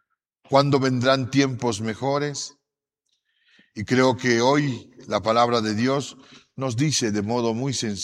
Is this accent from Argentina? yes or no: no; Bolivia; Estamos viviendo como bolivianos momentos difíciles.